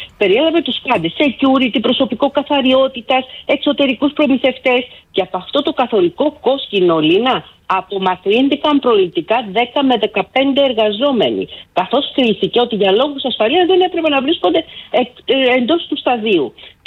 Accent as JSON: {"language": "Greek", "country": "Greece", "said": "η νίκη του Ολυμπιακού μας έκανε περήφανους σαν Έλληνες."}